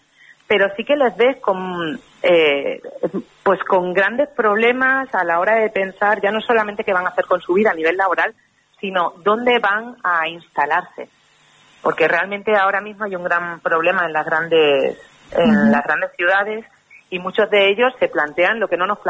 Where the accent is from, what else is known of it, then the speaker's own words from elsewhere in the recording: Jarais de la Vera, Extremadura, Spain; Y es como alguien de un pueblo de Extremadura, de un pueblo chiquitito, que yo soy de Jarais de la Vera